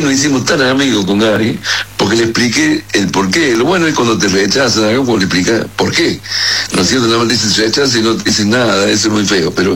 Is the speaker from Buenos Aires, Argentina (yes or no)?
no; Córdoba, Argentina; soy de Córdoba, a muerte.